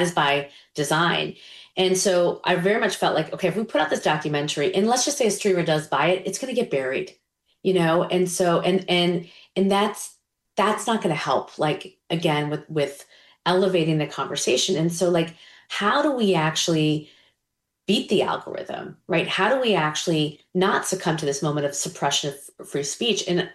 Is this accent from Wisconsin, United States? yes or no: no; New York, United States; I think, look, I'm a New Yorker.